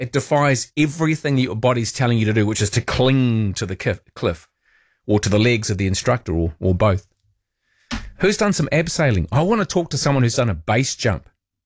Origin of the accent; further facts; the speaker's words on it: Vanuatu; I have never bungee jumped, but I grew up in Vanuatu and witnessed the Pentecost jump.